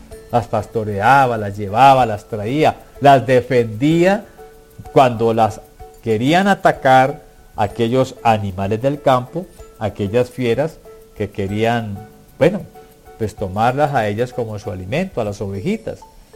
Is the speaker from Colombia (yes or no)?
yes; Colombia; Bueno, en mi tierra, en Colombia, hay habitantes de calle.